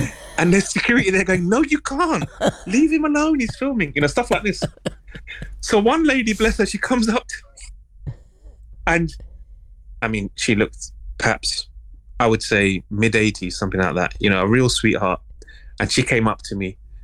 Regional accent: London, United Kingdom; I'm a Londoner.

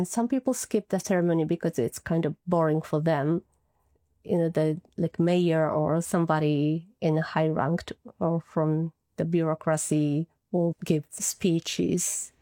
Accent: Japan; English is a second language; So I'm very proud of my own country. So I grew up here. I took an exchange program when I was in high school and stayed in Canada for 1 year.

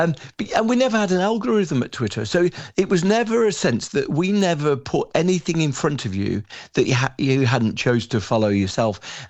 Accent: United Kingdom; as a British person on the ground in a technology company

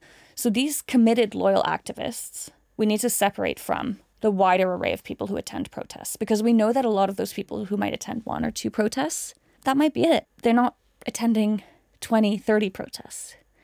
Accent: Scotland, United Kingdom; as Scottish people

